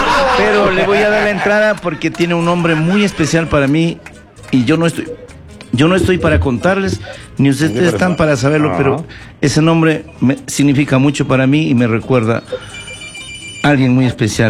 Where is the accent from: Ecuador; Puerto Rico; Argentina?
Ecuador; en mi pueblo, Segundo se llamaban todos los viejos. Bajaba al Valle del Chota